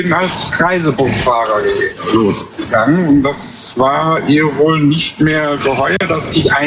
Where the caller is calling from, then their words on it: North Rhine-Westphalia, Germany; ich komme aus Nordrhein-Westfalen.